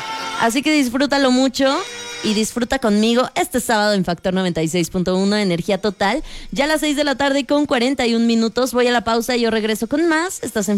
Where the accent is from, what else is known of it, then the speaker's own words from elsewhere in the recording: San Luis Potosí, Mexico; Los potosinos tenemos acento, no tenemos acento. A mí me dicen que yo hablo cantadito, pero también hablo medio norteño.